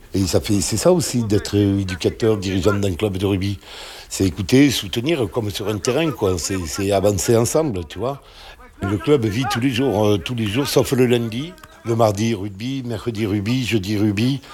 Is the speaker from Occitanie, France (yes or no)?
yes; Grenade-sur-Garonne, Occitanie, France; accent: Grenade-sur-Garonne (south-west); also born or lived in Paris; now in Brittany, France; Alors mon accent, non, il n'est pas tout à fait de Saint-Malo, il est d'un côté aussi sympa, qui s'appelle Grenade sur Garonne